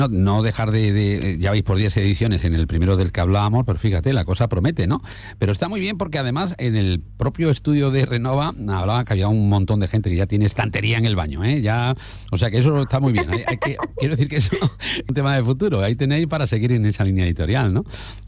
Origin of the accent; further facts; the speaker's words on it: Extremadura, Spain; nosotros estamos aquí en Extremadura